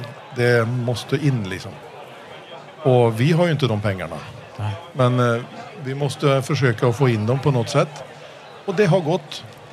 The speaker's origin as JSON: {"language": "Swedish", "country": "Ethiopia", "tie": "born or raised there", "moved": "yes", "said": "Eftersom jag är uppväxt i Etiopien och har sett fattigdom och brist på mat."}